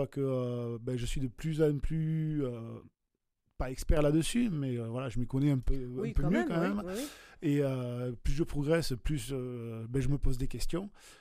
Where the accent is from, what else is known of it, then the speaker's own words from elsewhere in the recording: Villefranche-de-Rouergue, Occitanie, France; Moi, je suis né sur Villefranche-de-Rouergue. J'ai grandi sur l'Aveyron. J'ai voyagé beaucoup, mais je me plais ici